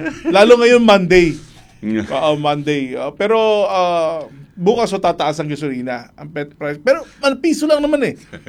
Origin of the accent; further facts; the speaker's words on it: Central Luzon, Philippines; Sa amin sa Bulacan, mother-in-law ko, ang pangalan ng pusa, lahat Miming.